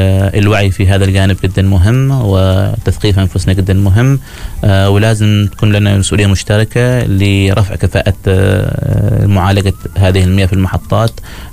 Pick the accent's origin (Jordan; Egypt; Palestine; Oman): Oman; الموجودة عندنا في سلطنة عمان.